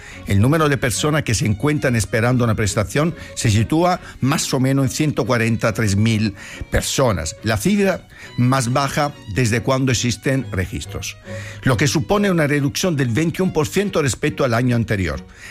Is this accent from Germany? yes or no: no; Italy; now in Spain